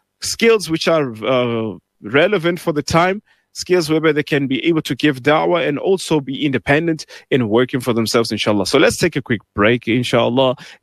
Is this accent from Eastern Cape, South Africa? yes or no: no; Pretoria, Gauteng, South Africa; I mean, originally I'm from Pretoria myself, studied first year in my in terms of the Mu'allim course in Lodium, then came to Johannesburg.